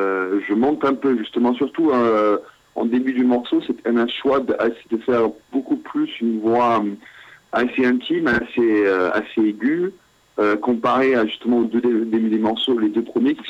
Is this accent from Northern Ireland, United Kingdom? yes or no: no; Glasgow, Scotland, United Kingdom; On a un point commun parce que je suis de Glasgow et je suis supporter de Glasgow Celtic.